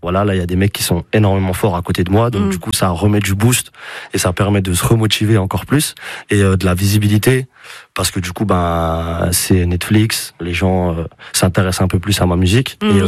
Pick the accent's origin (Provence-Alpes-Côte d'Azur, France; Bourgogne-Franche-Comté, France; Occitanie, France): Bourgogne-Franche-Comté, France; moved away as an adult; also born or lived in Belfort / Montbéliard; now in Paris, France; Del, parce que c'est là-bas que j'ai fait mon collège, c'est là où j'ai grandi, dans les petits villages.